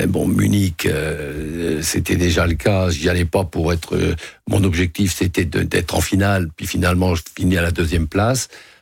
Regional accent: Hauts-de-France, France; je suis un enfant des corons, je suis du Nord, hein, je suis de Carbon.

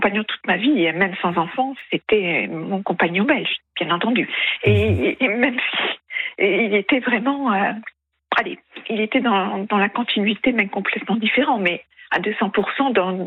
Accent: Hauts-de-France, France; je disais à Florian que je suis native du Pas-de-Calais

